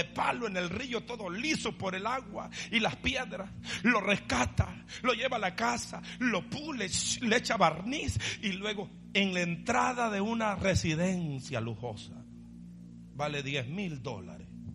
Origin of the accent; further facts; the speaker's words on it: El Salvador; now in United States; si soy del Salvador